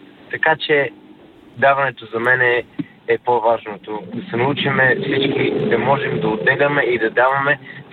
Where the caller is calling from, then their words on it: London, United Kingdom; съм от Лондон.